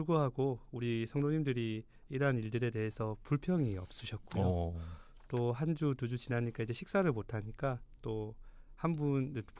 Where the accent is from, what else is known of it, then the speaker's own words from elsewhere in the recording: Busan, South Korea; now in Pohang, South Korea; 원래 고향은 부산입니다.